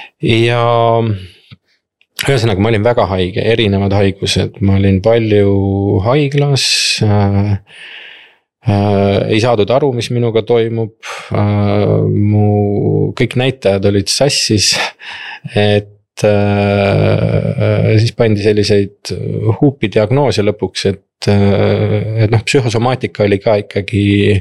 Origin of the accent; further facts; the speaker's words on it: Tartu, Tartu County, Estonia; me oleme Tartust pärit